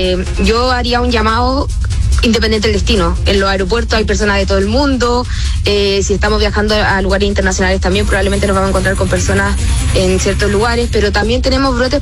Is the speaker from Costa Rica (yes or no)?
no; Chile